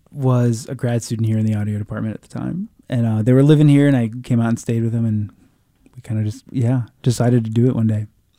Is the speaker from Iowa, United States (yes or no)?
yes; Iowa, United States; I'm from Iowa